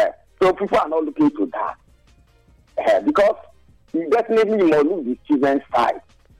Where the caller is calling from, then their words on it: Uselu, Edo, Nigeria; I'm from Ushelu, Ebor.